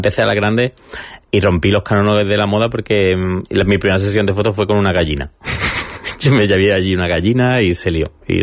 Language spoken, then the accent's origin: Spanish; Vélez-Málaga, Andalusia, Spain; moved away; also born or lived in Milan; el poder realizar mi trabajo desde aquí, desde mi tierra, que es donde lo que más amo.